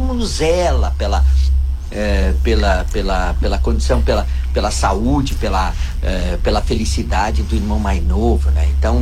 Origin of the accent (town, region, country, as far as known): Rio Grande do Sul, Brazil; accent: sotaque daqui (puxando R, trocando B com P)